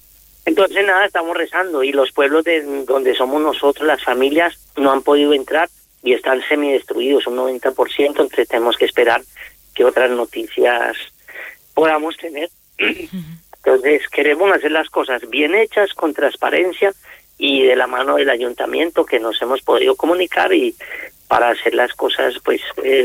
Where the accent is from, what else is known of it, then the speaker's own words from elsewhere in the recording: Colombia; now in Zaragoza, Spain; El 70% pues somos colombianos normalmente